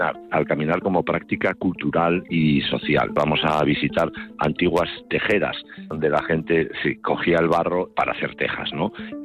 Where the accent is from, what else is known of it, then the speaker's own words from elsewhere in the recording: San Román, Asturias, Spain; los de San Román no somos público de Nexo 2.